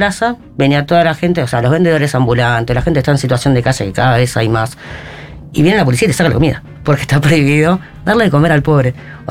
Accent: La Matanza, Buenos Aires Province, Argentina; Bueno, yo vengo de Matanza

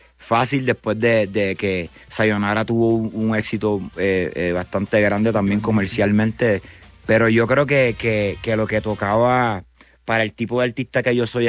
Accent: Puerto Rico; yo soy de Puerto Rico y amo el reggaetón

